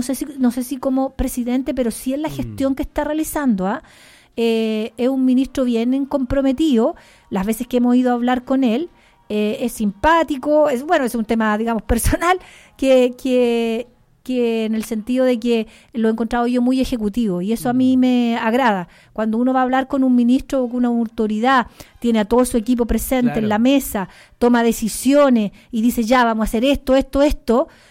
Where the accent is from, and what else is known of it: Chile